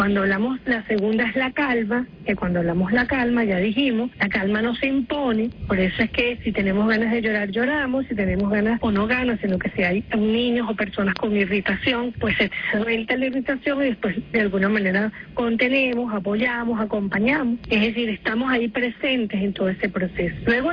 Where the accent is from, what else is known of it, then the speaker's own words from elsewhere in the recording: Venezuela; La esperanza es parte, yo creo, de lo que nos define como venezolanas y venezolanos